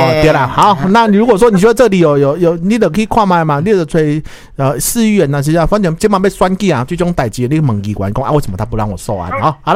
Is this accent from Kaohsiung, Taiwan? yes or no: yes; Kaohsiung, Taiwan; 我身为高雄人